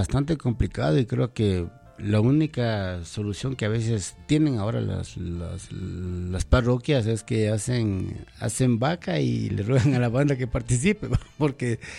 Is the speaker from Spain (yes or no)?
no; Ecuador; Está mi tierra linda, el Ecuador.